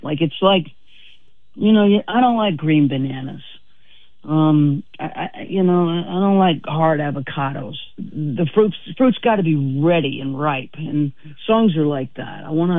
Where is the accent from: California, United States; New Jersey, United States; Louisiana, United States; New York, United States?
Louisiana, United States; Baton Rouge; now in Nashville, United States; I'm from Baton Rouge.